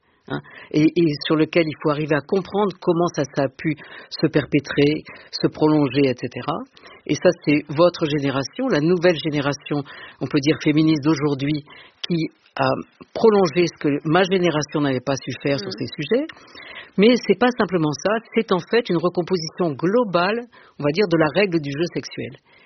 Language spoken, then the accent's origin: French; Marseille, Provence-Alpes-Côte d'Azur, France; Je suis arrivée à Paris en 1972, parce que j'étais entrée à Normal Sup, je venais de Aix et de Marseille.